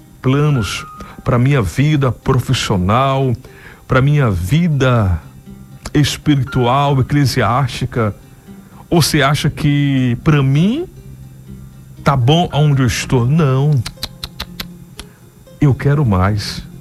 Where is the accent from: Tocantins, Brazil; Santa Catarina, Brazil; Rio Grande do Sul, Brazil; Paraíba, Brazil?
Tocantins, Brazil; born there; moved away as an adult; also born or lived in Goiânia; now in Palmas, Brazil; quando eu retorno para o estado do Tocantins, que é o meu estado, aonde eu nasci